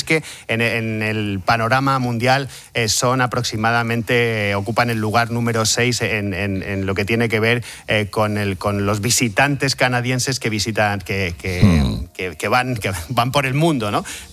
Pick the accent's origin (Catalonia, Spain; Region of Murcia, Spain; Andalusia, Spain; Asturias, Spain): Region of Murcia, Spain; Murcia; now in Madrid, Spain; yo soy de Murcia y, por supuesto, me siento un madrileño de Murcia y lo llevo muy a gala.